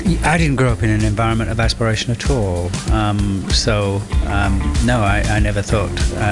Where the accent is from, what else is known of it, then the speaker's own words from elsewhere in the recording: Hull, Yorkshire and the Humber, United Kingdom; I grew up in Hull, do I go out to sea, which is what, everybody did, or on the trawlers, etc.